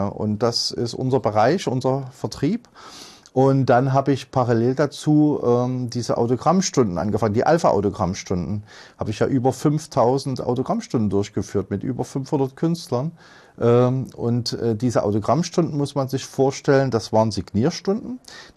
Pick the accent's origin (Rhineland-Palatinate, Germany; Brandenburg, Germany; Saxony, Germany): Saxony, Germany; Leipzig; born there; 1970 geboren in Leipzig, noch wohnhaft in Leipzig, und der seit 40 Jahren für die Musik lebt